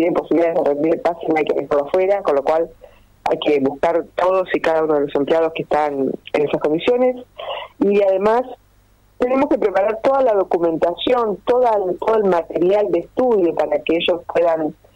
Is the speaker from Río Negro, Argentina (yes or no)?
yes; General Roca, Río Negro, Argentina; moved away; Yo soy de Roca, exactamente.